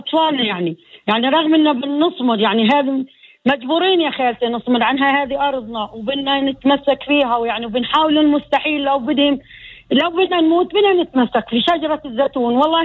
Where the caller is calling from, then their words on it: al-Mughayyir, West Bank, Palestine; انا من قريه المغير